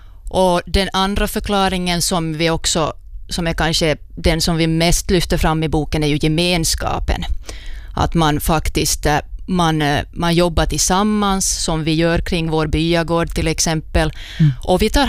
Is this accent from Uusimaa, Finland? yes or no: no; Ostrobothnia, Finland; Och som österbottning kan man tänka att nu, vad är nu min berättelse?